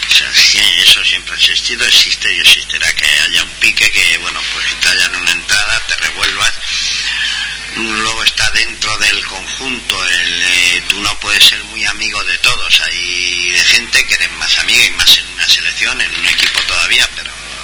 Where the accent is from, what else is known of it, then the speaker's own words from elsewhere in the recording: Community of Madrid, Spain; Nosotros también somos madrileños, ¿eh?